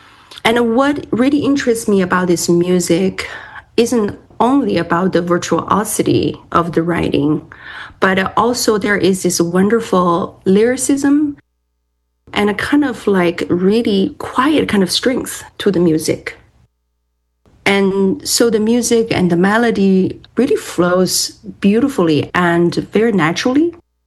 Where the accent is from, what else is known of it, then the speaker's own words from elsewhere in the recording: China; moved away; as I grew up in China